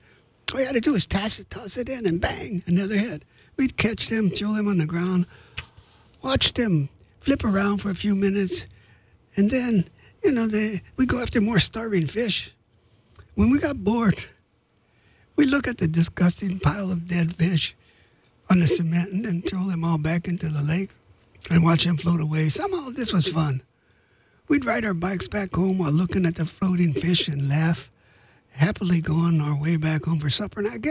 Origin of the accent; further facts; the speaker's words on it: Los Angeles, California, United States; I wrote this book about growing up in East L.A.